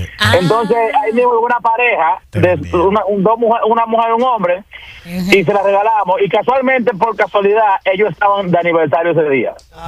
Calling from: Boston, Massachusetts, United States; yo vivo en Boston

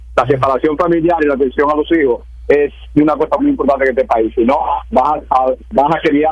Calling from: United States; como pasa aquí en los Estados Unidos

